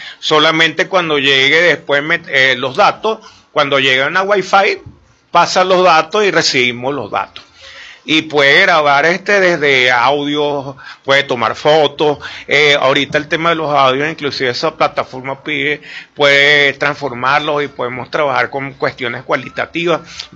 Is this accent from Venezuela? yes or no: yes; Venezuela; ¿cuántos venezolanos estamos ahorita en Venezuela?